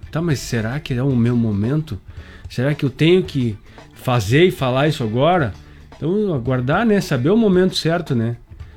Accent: São Lourenço do Sul, Rio Grande do Sul, Brazil; moved away; lá na minha cidade, lá São Lourenço do Sul.

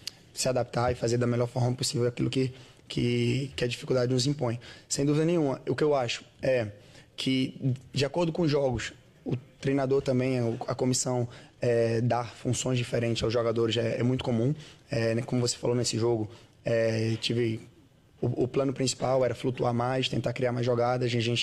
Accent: João Pessoa, Paraíba, Brazil; moved away; sou de João Pessoa

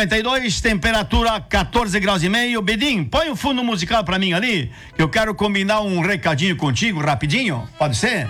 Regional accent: Lindóia do Sul, Santa Catarina, Brazil; A Fruteira Colonial Chuque, em Lindóia do Sul, na minha terra natal.

